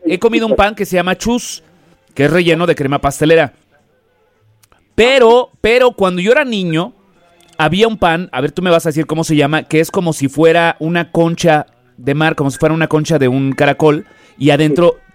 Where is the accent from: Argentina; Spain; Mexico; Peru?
Mexico; Mexico City; De aquí, de la Ciudad de México.